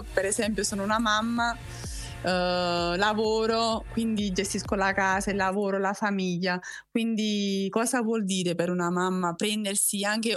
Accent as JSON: {"language": "Italian", "town": "Ravenna", "region": "Emilia-Romagna", "country": "Italy", "lives_now": "Pisa, Italy", "said": "perché appunto io sono, abito in provincia di Pisa, quindi venendo da Ravenna è un altro posto proprio"}